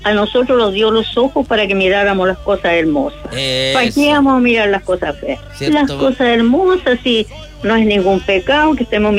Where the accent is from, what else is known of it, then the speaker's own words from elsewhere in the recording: Chile; Yo soy del pueblo y soy chilena.